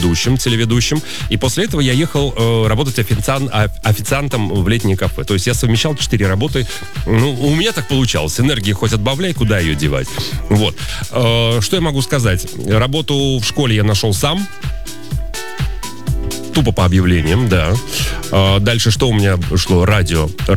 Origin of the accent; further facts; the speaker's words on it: Orenburg, Orenburg Oblast, Russia; moved away; Люди знают, что я из Оренбурга